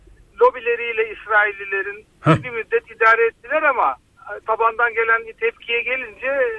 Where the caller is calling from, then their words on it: İzmit, Kocaeli, Turkey; ben İzmit'ten.